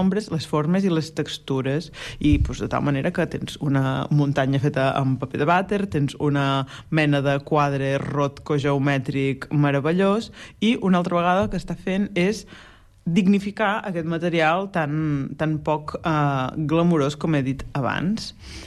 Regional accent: Blancafort, Catalonia, Spain; tu ja saps que jo soc de Blancafort

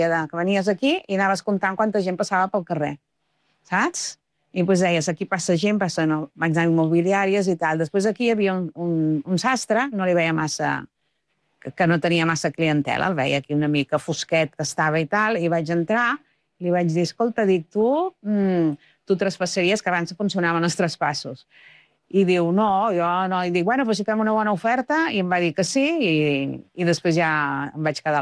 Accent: Sabadell, Catalonia, Spain; I després jo estudiava amb una amiga, perquè sóc de Sabadell, amb una amiga que vivia a Sant Cugat

